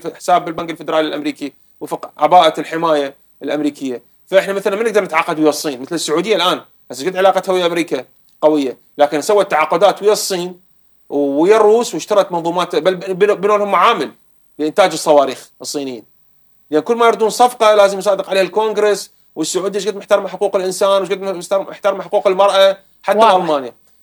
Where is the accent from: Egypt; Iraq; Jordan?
Iraq; لكن احنا كعراقيين مؤمنين بها